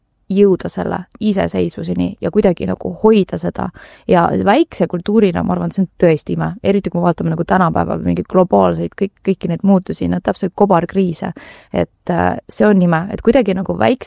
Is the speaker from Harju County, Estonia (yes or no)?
yes; Tallinn, Harju County, Estonia; mina olen täpselt nagu ütlesin, et Lasnamäel kasvasin ülesse, õppisin Tallinna Kuristiku gümnaasiumis